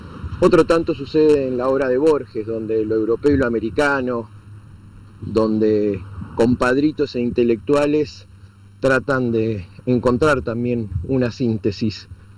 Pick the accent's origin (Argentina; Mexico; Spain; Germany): Argentina